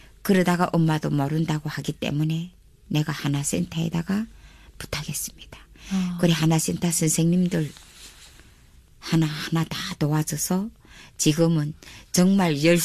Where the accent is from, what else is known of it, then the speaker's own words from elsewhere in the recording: North Korea; moved away as an adult; also born or lived in China; 우리는 북한에서 살면서 내가 30살 되게 중국에 내가 탈북했는데